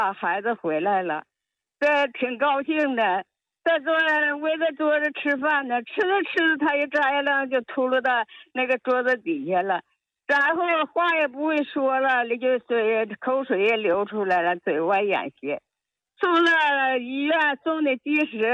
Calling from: Qiqihar, Heilongjiang, China; 我是齐齐哈尔大民屯的，

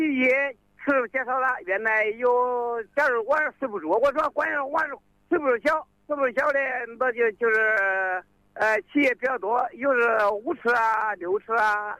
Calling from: Zhongxiang, Hubei, China; 我是中祥石牌镇伯湖镇的。

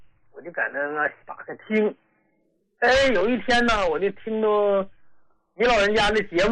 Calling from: Qiqihar, Heilongjiang, China; 嗯，我是黑龙江的。

